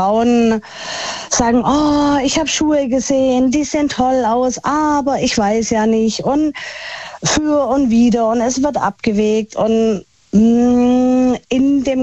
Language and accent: German; Baden-Württemberg, Germany; Genau, ich komme aus dem Schwabenland und mein Herz ist Schwabe.